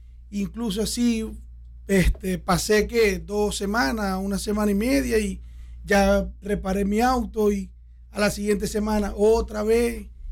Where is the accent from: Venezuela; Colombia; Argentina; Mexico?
Venezuela; moved away; also born or lived in Chile; vengo desde Venezuela. Primeramente estuve en Chile 7 años viviendo y bueno, en Chile era un desastre total.